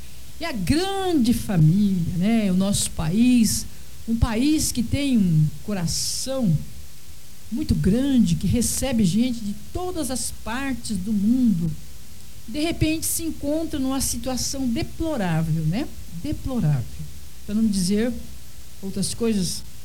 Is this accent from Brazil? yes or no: yes; Brazil; nós somos brasileiros